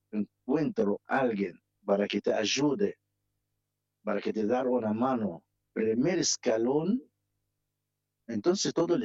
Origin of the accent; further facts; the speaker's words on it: Egypt; Spanish is a second language; moved away as an adult; now in Termas de Río Hondo, Argentina; Soy de Egipto.